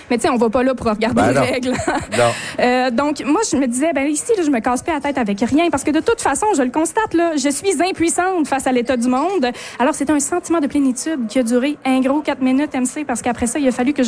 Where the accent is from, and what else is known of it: Quebec, Canada